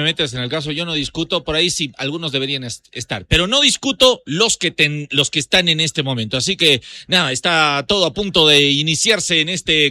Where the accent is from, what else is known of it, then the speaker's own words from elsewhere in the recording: Bolivia; como bolivianos que somos